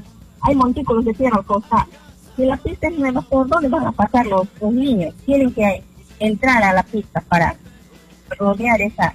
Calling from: Loreto, Peru

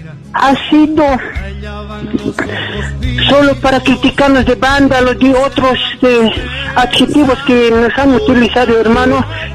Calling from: Bolivia; soy de aquí, de Quilata

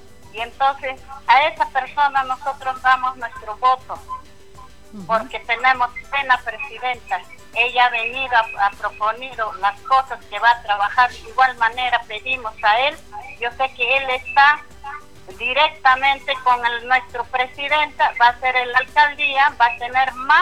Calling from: Peru; Estoy llamando ya acá del Centro Poblado de Caminasari, Villa Josefina.

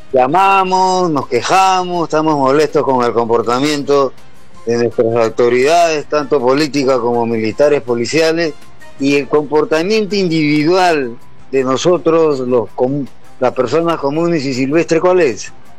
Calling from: Ayacucho, Peru; de Ayacucho.

